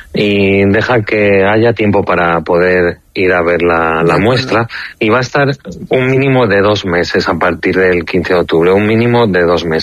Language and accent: Spanish; Palma de Mallorca, Balearic Islands, Spain; born there; moved away; yo salí de mi isla, de Palma de Mallorca, el lugar donde nací, donde hay una naturaleza exultante, está rodeado de color, de estimulación